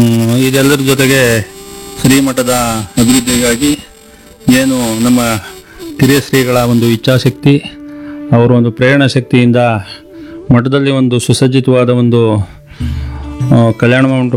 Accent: Hanchipura, Karnataka, India; ನಮ್ಮ ಅಂಚಿಪುರ ಗ್ರಾಮಕ್ಕೆ

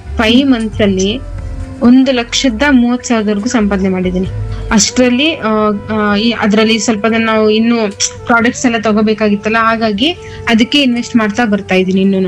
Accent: Karnataka, India

